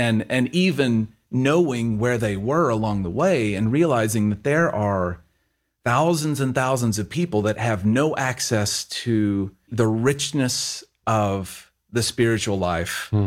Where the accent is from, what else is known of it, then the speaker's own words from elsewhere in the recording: Texas, United States; Our church is in Oregon, but I'm from Texas, Oklahoma area.